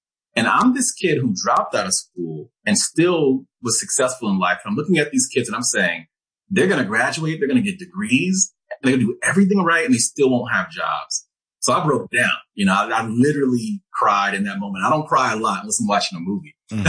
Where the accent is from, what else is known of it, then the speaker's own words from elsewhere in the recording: Nigeria; being Nigerian, the first thing they want you to be is a doctor, lawyer, engineer.